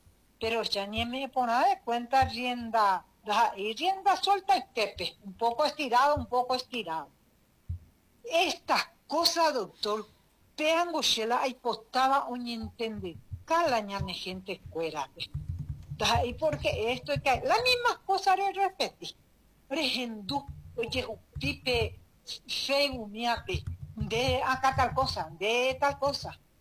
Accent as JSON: {"language": "Spanish", "country": "Paraguay", "said": "Seres humanos y lo que somos paraguayos, padres de familia"}